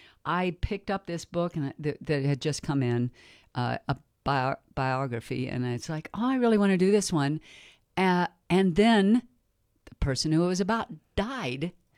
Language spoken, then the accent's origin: English; Durango, Colorado, United States; I'm from Durango